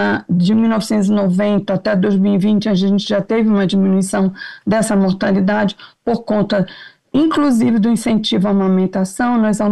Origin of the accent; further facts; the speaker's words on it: Amazonas, Brazil; Eu sou do Amazonas